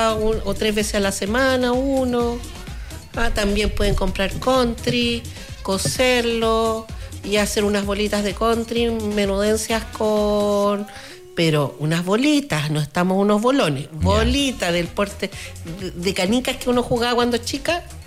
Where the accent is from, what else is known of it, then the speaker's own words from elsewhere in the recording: Chile; Y uno, como buen chileno...